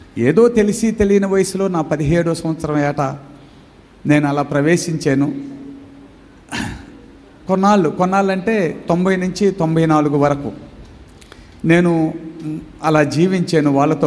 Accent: Santaravuru, Andhra Pradesh, India; మాది ప్రకాశం జిల్లా, మా చిన్న పల్లెటూరు సంతరావూరు అనే గ్రామం. ఆ గ్రామంలో నేను 10వ తరగతి దాకా చదువుకున్నాను.

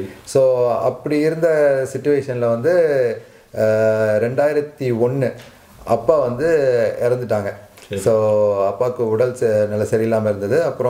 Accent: Chennai, Tamil Nadu, India; நான் தமிழ்நாட்டில் ஒரு சின்ன கிராமத்தில் பிறந்தது. சின்ன வயசுலேருந்து சென்னையில் தான் என்னோடய பூர்வீகம்னு சொல்லி சொல்லலாம்.

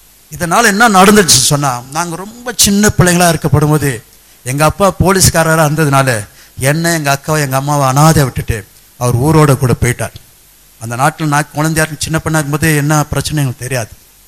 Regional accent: Chintadripet, Tamil Nadu, India; சிந்தாதிரிப்பட்டு என்ற ஊர்ல தான் நான் பிறந்து வளர்ந்தேன். சிந்தாதிரிப்பட்ட ஊர்னு சொன்னா ரொம்ப பேருக்கு தெரியும், அது ரொம்ப நல்ல ஊருங்கன்னு சொல்லி.

